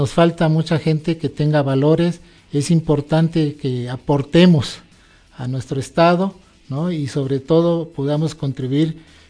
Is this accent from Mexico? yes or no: yes; Morelos, Mexico; somos mexicanos, morelenses, y ahí nos vamos hasta nuestra cuadrita